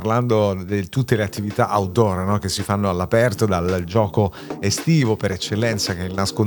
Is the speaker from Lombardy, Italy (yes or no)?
no; Lazio, Italy; essendo anche laziale